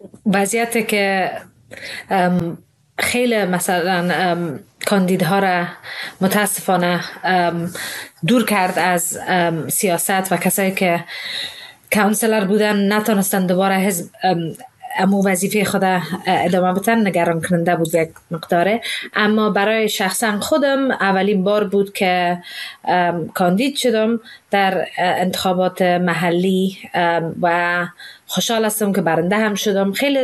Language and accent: Persian; England, United Kingdom; also born or lived in Afghanistan; now in London, United Kingdom; من از افغانستان که بیرون آمدیم 5 ساله بودم و اینجا تحصیل کردم، درس خواندم